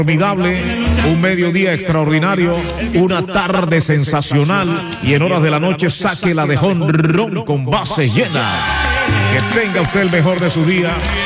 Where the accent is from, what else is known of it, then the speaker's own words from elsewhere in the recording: Villanueva, Bolívar, Colombia; De la gente de mi tierra, de Villanueva, Villanueva Bolívar, están prendidos en fiesta con el patrono, el santo patrono del pueblo, San Juan Bautista.